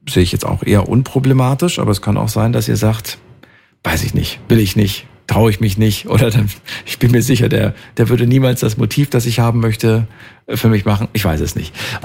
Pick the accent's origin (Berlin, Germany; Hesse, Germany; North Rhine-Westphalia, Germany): Hesse, Germany; Frankfurt; ich bin ja in Frankfurter eigentlich, also daher weiß ich das.